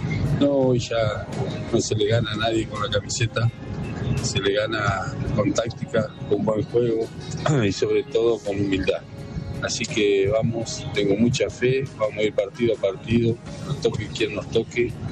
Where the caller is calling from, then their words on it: Gualeguay, Entre Ríos, Argentina; de Gualeguay, Entre Ríos, desde viaje regresando a mi ciudad de trabajo.